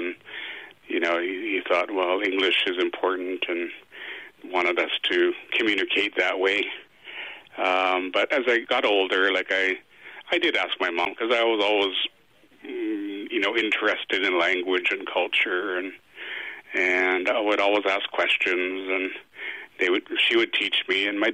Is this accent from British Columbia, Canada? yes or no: yes; Vancouver, British Columbia, Canada; I was raised here in Vancouver, the youngest of 11 children, so... I became, I guess, very urbanized